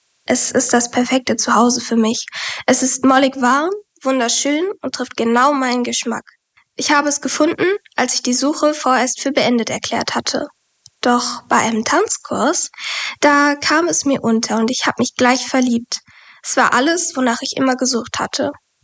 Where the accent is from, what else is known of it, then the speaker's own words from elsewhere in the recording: Essen, North Rhine-Westphalia, Germany; born there; ich bin 20 Jahre alt. Ich komme gebürtig aus Essen und studiere in Bochum, Literaturwissenschaft und Medienwissenschaft.